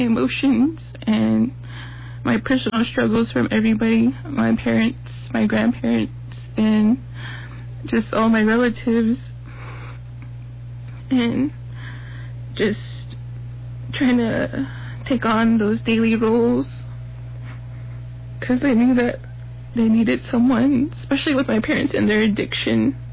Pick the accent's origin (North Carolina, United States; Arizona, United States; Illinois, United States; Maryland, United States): Arizona, United States; Tuba City; I am from Tuba City, Lower Munkopi area, and I am happy to be here